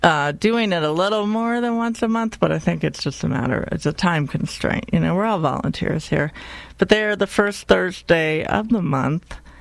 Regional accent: Ohio, United States; right across the river from where I grew up in Ohio.

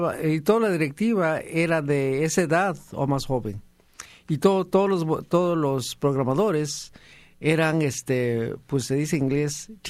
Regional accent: Oaxaca, Mexico; Por ejemplo, ahí en mi pueblo, en Oaxaca, en mi niñez, juventud, pues el radio era algo misterioso.

